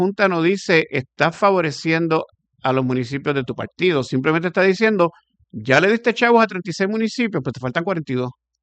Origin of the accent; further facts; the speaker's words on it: Puerto Rico; yo honestamente como puertorriqueño